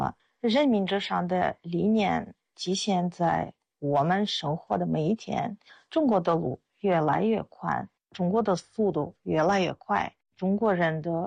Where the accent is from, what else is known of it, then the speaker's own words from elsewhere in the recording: Russia; Chinese is a second language; moved away as an adult; now in China; 我是俄罗斯人，我在中国生活了25年，现在在党史研究院做翻译工作。